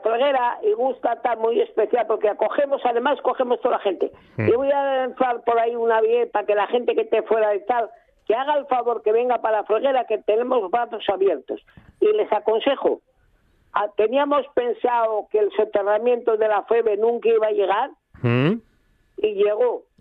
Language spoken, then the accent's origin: Spanish; Langreo, Asturias, Spain; Yo de aquella, soy de Langreo, te llamé al Ayuntamiento de Langreo, faltaba medio centímetro.